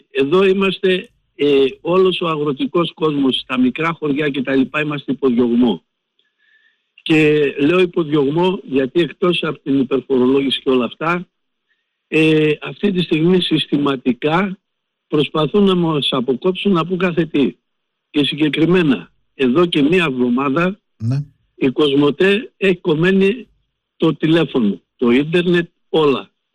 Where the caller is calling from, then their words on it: Pylos, Peloponnese, Greece; από την Πύλο κάτω, δίπλα από του Χαδερνού.